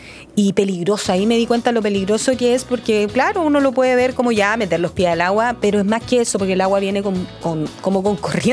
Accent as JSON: {"language": "Spanish", "town": "Santiago", "region": "Santiago Metropolitan Region", "country": "Chile", "said": "los santiaguinos tenemos, me incluyen los santiaguinos"}